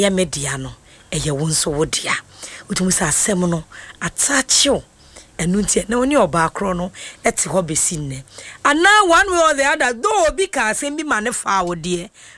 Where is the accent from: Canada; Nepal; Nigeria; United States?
Nigeria; Me, I am from Nigeria.